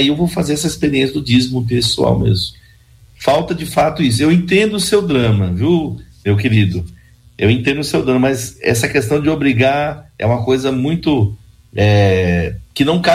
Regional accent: São Bernardo do Campo, São Paulo, Brazil; do Parque Espacial. É a minha terra, viu? Você sabe que eu cresci aí nessa região, viu?

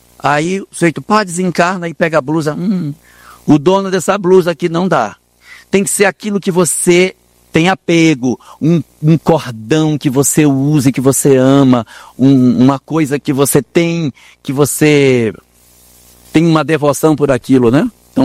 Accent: Minas Gerais, Brazil; Nós que somos mineiros, está em mim, né? Está em mim.

